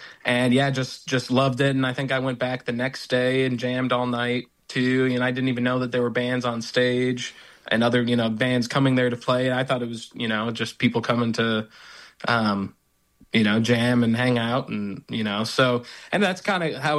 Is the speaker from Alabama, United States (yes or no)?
no; Plymouth, Minnesota, United States; born or raised there